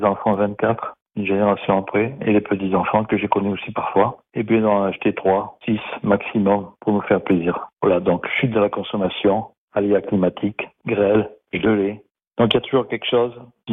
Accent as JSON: {"language": "French", "town": "Bordeaux", "region": "Nouvelle-Aquitaine", "country": "France", "said": "Bon, ben je suis de Bordeaux … j'ai été vigneron 35 ans"}